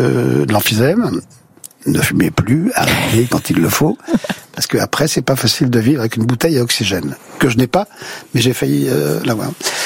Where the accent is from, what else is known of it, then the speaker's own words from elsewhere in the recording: Paris, Île-de-France, France; moi qui suis un peu grincheux, je suis parisien.